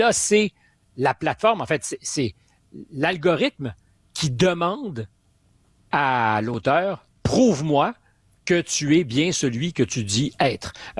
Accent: Quebec, Canada; now in France; chez nous au Québec

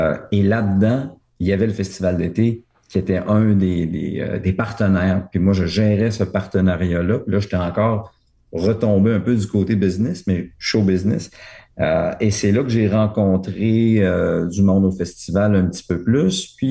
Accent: Rimouski, Quebec, Canada; moved away as an adult; also born or lived in Montreal; now in Quebec City, Canada; Moi, je viens de Rimouski, puis je me destinais plus au monde des affaires parce que ma famille était une famille d'entrepreneurs.

